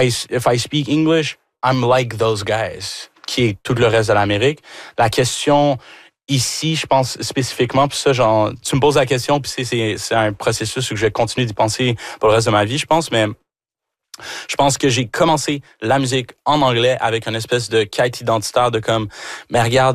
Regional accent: Rouyn-Noranda, Quebec, Canada; born there; Québécois, là, tu sais, je suis né ici, justement, à Rouyn-Noranda. Quand tu nais une minorité visible, quand tu nais noir, il y a toujours t'es Québécois à condition, comme.

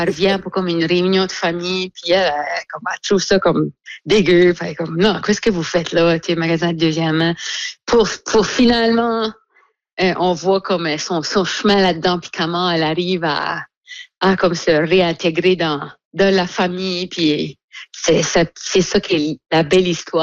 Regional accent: Dieppe, New Brunswick, Canada; now in Shediac, Canada; Moi, j'ai grandi à Dieppe, c'est qu'on allait aux Frenchies à Moncton quand j'étais petite. Puis la star, j'habite à Shédiac

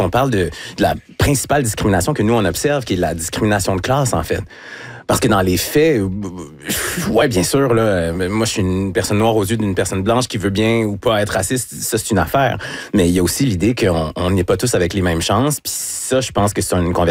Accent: Quebec City, Quebec, Canada; Mais d'un autre côté, j'ai grandi à Québec, la majorité de mon entourage est blanc

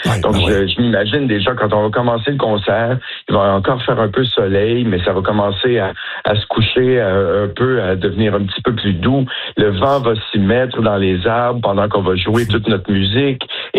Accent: Montreal, Quebec, Canada; je trouvais ça incroyable en tant que Montréalais d'être en plein cœur de cette ville comme ça, ce Mont-Royal

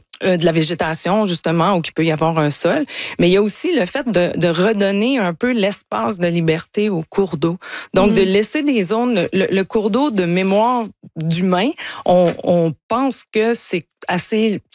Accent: Quebec, Canada; Puis, en passant, j'ai grandi en Gaspésie, moi.

